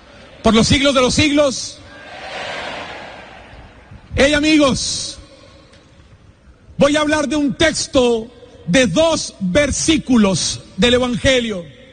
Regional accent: Colombia; soy colombiano.

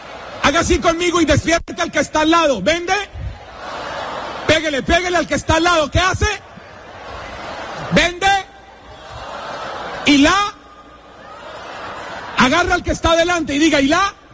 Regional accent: Colombia; vengo desde Colombia, viajé muchísimo para llegar hoy aquí

